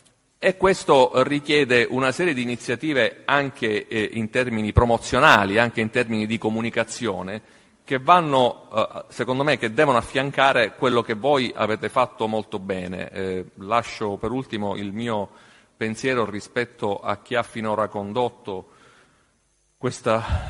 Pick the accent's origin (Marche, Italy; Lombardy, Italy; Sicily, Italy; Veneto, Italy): Sicily, Italy; Palermo; i palermitani, vedo anche il senatore Antonio Battaglia, siamo sicani, quindi fenici